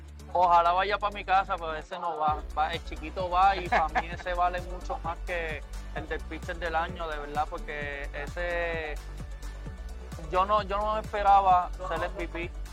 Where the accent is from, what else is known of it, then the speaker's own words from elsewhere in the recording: San Juan, Puerto Rico; Yo soy de San Juan, residencia de Puerta de Tierra.